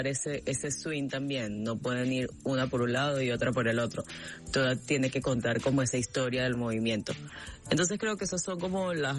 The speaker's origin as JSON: {"language": "Spanish", "region": "Barinas", "country": "Venezuela", "said": "Yo soy de Barinas, y en Barinas la música llanera y el joropo se bailaba o se baila con faldas muy largas"}